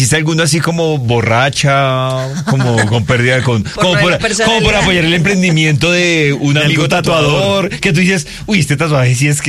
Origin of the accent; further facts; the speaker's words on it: Bogotá, Bogotá Capital District, Colombia; ¿Tú sí sientes que los rolos cantamos las palabras